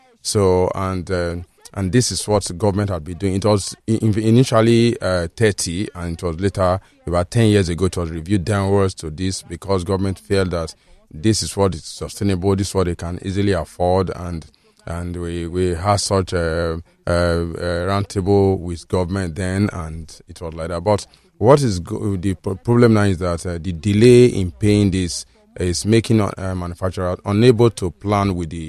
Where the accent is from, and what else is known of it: Nigeria